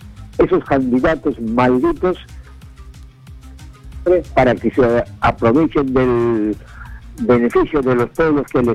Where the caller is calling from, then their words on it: Puno, Peru; Yo vivo en Puno, cerca del centro poblado de Jaribaya.